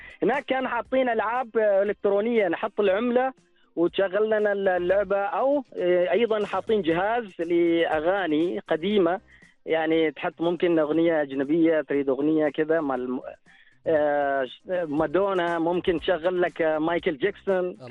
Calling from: Muscat, Muscat Governorate, Oman; انا اتكلم معك من مسقط العامره.

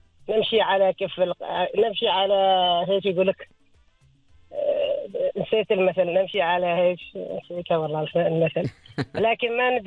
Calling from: Oman; إحنا يعني عمانيين

